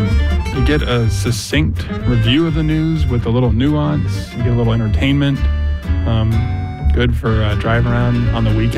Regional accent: Cincinnati, Ohio, United States; from Madisonville. I grew up listening with my dad.

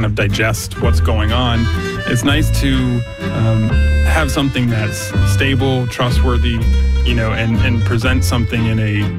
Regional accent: Madisonville, United States; from Madisonville.

